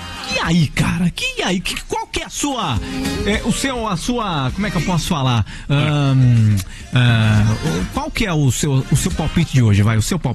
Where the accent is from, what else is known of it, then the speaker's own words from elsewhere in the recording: Sorocaba, São Paulo, Brazil; Eu também sou de Sorocaba.